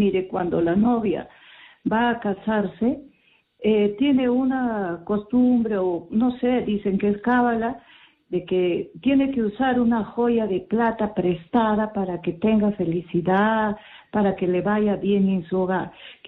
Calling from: Huaraz, Ancash, Peru; de Huaraz.

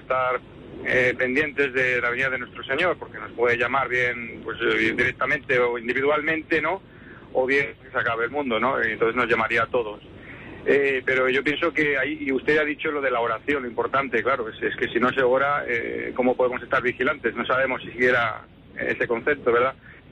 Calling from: Zaragoza, Aragon, Spain; De Zaragoza

